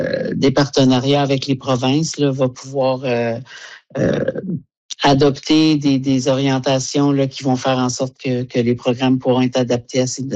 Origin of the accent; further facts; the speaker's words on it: Quebec, Canada; Moi, je viens du Québec.